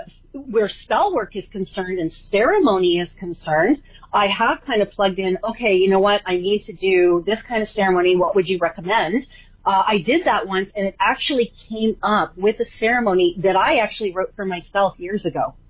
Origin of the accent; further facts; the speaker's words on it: Canada; I'm Canadian, Lace. I'll still say that. Yeah, God bless America. God bless Canada.